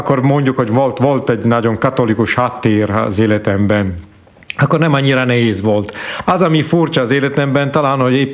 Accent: Italy; Hungarian is a second language; moved away as an adult; now in Slovakia; a szülőfalumban, annak ellenére, hogy nagyon katolikus falu, talán a legkatolikusabb olasz régióban áll a falum

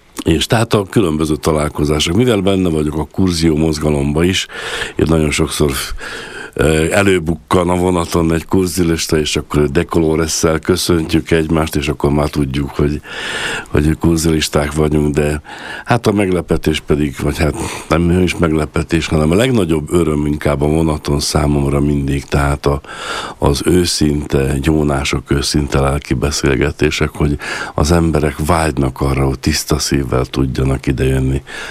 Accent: Felvidék, Slovakia; én felvidéki magyar vagyok

